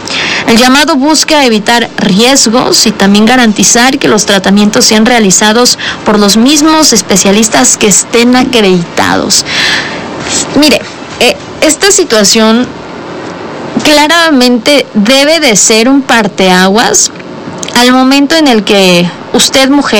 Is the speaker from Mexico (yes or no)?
yes; Puebla, Mexico; al menos como poblanos, como mexicanos